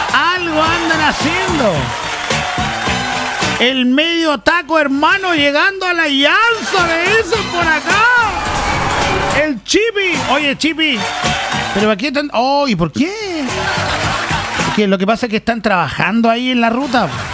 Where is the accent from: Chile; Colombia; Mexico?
Chile; Estamos en Chile y nosotros sabemos cómo somos los chilenos